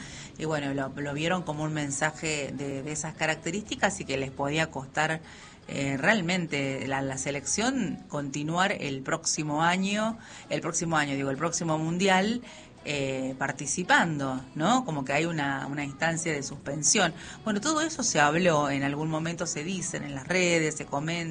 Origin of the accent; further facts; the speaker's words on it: Argentina; nosotros como argentinos